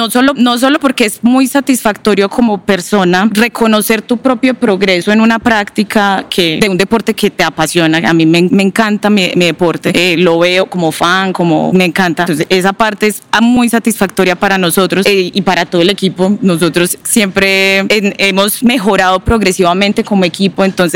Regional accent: Medellín, Antioquia, Colombia; yo sí soy de Medellín

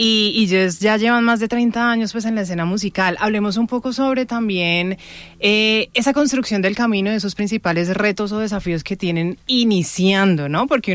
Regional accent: Cali, Valle del Cauca, Colombia; Yo soy caleña

